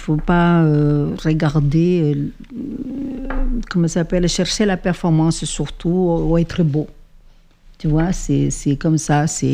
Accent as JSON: {"language": "French", "town": "Mompox", "region": "Bolívar", "country": "Colombia", "moved": "yes", "lives_now": "Montpellier, France", "said": "je viens d'une région de Mompos, la dépression Mompossina, qui est un creuset de tradition. Et qui conserve énormément ses racines. C'est un village qui vit et danse"}